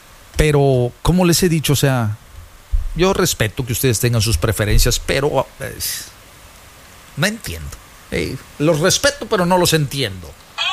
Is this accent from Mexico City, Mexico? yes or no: no; Veracruz, Mexico; Yo soy de oro. Yo soy jarocho.